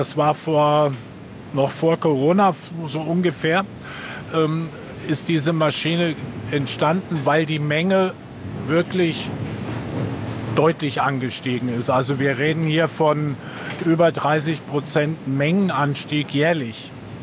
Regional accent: Eschwege, Hesse, Germany; moved away as an adult; also born or lived in Frankfurt; now in Central Hesse, Germany; Ich bin gekommen in 1981. Ich komme eigentlich aus Nordhessen, aus Eschwege, ist eine schöne Fachwerkstatt und da bin ich groß geworden.

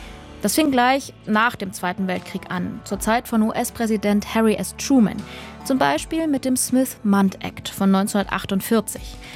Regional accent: Dresden, Saxony, Germany; aber ich komme auch aus Dresden.

